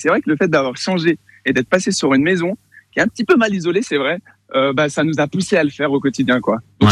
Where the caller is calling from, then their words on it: Saint-Victor-sur-Loire, Auvergne-Rhône-Alpes, France; moi personnellement, j'habite à Saint-Victor-sur-Loire. Dans un cadre naturel, mais qui est magnifique.